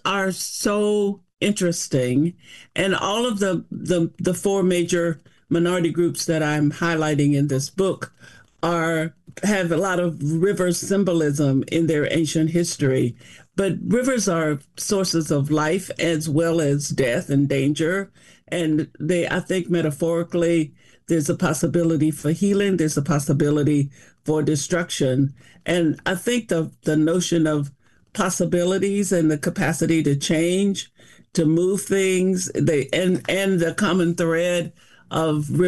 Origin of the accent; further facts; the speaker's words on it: El Dorado, Arkansas, United States; moved away as an adult; also born or lived in California; I was born in El Dorado, Arkansas. I lived in Arkansas until I was 18. Left there, went to California to college, vowing never to come back to the South again.